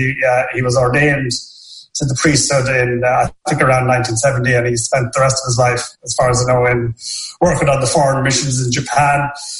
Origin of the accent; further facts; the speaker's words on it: Manorhamilton, County Leitrim, Ireland; what would be my hometown, Manorhampton